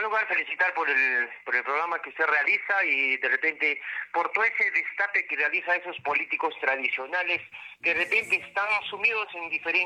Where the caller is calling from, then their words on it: San Salvador, Peru; del distrito de San Salvador